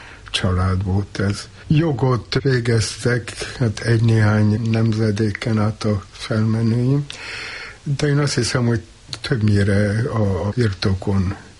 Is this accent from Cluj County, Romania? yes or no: yes; Cluj-Napoca, Cluj County, Romania; moved away; én ott töltöttem el az egész gyermekkoromat, szóval ott minden követ ismertem az utcába